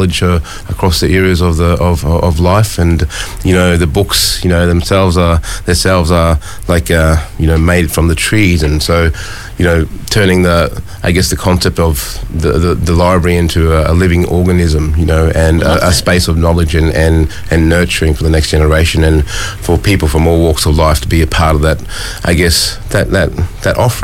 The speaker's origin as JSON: {"language": "English", "town": "Mount Isa", "region": "Queensland", "country": "Australia", "tie": "born or raised there", "said": "Mum would play to me like classical music, you know, growing up in Mount Isa."}